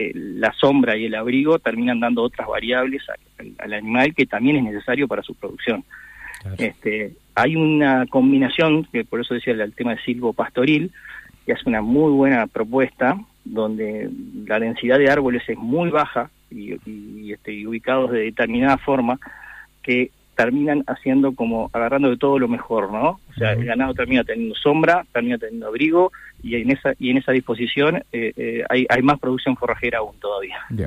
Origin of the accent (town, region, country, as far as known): Uruguay